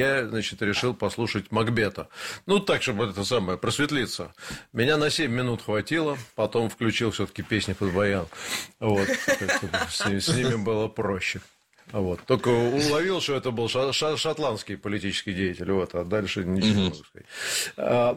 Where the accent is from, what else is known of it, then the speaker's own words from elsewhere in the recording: Moscow, Russia; А мы, москвичи, у нас сегодня водка, шашлык и песни под баян.